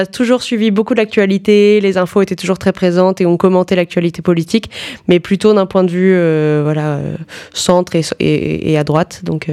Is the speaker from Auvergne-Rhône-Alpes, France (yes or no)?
yes; Lyon, Auvergne-Rhône-Alpes, France; also born or lived in Toulon; Et j'ai été à Lyon à partir de mes 3 ans